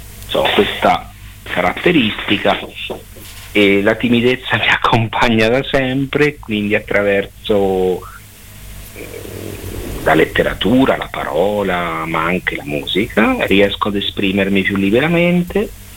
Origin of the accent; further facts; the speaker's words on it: Esanatoglia, Marche, Italy; io sono nato a San Severino Marche, però sempre vissuto ad Sanatoglia.